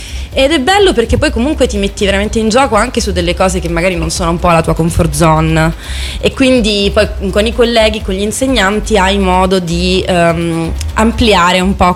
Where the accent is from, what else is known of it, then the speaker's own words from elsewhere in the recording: Calabria, Italy; Siamo calabresi.